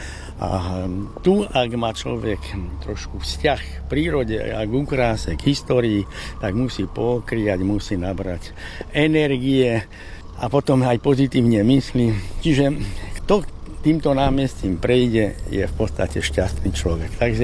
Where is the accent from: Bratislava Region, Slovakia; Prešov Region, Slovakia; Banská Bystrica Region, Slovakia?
Prešov Region, Slovakia; Spišské Podhradie; born there; also born or lived in Levoča; now in Bardejov, Slovakia; Aj keď ja nie som rodený Bardejovčan, ja som sa narodil v Levoči, krásne historické mesto. Potom sme bývali v Spišskom Podhradí, pod hradom Spišským. Takže mám to šťastie, že celý môj život, 73-ročný vlastne, som v prostredí, ktoré je poznačené históriou.